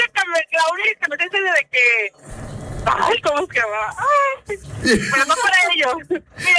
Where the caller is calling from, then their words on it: Mexico; Estoy acá en mi pueblo de Pomoca.